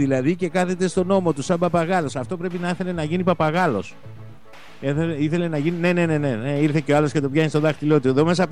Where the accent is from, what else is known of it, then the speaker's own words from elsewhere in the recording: Western Greece, Greece; Καλημέρα στην Ετωλοακαρνανία, την πατρίδα μου, στο Μεσολόγγι και στο Αγρίνιο.